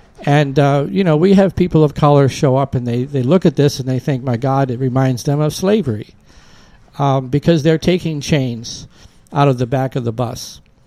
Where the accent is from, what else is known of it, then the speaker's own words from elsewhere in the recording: United States; as an American, as a Christian, as a person of faith.